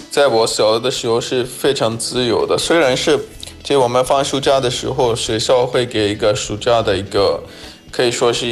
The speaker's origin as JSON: {"language": "Chinese", "country": "Pakistan", "tie": "born or raised there", "also_born_or_lived": "central Pakistan", "moved": "yes", "said": "我自己家是靠巴基斯坦的 北部，我的老家就是我爸的老家是巴基斯坦的中部、是非常热的地方，可以说是巴基斯坦最热的地方"}